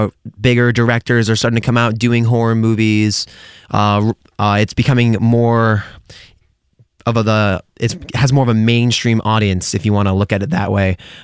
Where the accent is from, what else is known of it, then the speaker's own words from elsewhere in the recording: Massachusetts, United States; And for me, growing up in Massachusetts my whole life, Halloween's always been a big thing